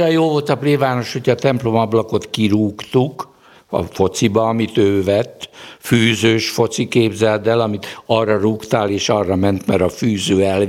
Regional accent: Endrefalva, Nógrád, Hungary; 50-ben születtem, szeptember 19-én, Széchény melletti kis faluban, Endrefalván. Széchény után Salgótarján felé van. Akkor egy 1200-1300-as lelkes falu volt

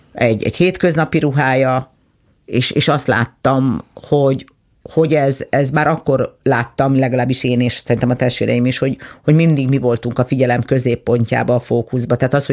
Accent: Budapest, Hungary; én Budapesten nőttem föl, vidékre jöttünk föl 73-ba

